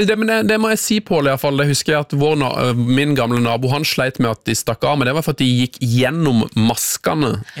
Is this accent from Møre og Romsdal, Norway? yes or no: no; Mandal, Agder, Norway; Der jeg vokste opp, på Skjepstad i Mandal.